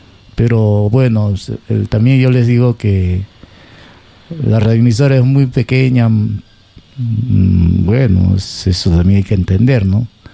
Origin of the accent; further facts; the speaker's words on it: Peru; Si somos peruanos, los peruanos estamos peor